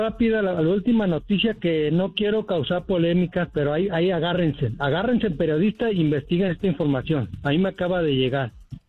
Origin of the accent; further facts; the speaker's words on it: Mexico; y como mexicano se los digo, lo que vivió México en el Mundial solo es parte de una mentira más